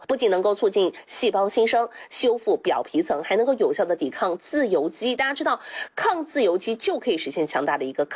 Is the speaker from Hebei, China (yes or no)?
no; Jiangxi, China; 这是我们江西人自己的购物商城。